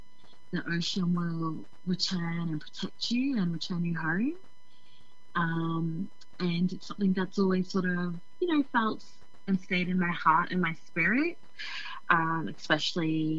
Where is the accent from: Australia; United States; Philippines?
Australia; Mabuiag Island, Queensland; now in Melbourne, Australia; I am a proud Kukulak woman from Kukulak Nation on the island of Musig. … I have blood connections to Baru Island of the Temu clan, known as Tamoids.